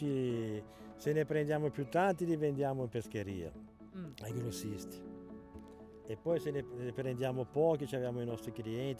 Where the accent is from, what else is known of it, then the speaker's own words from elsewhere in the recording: Recco, Liguria, Italy; now in Camogli, Italy; andavo a pescare così, sempre da Recco, perché io sono di Recco. Però poi sono venuto qua a Camogli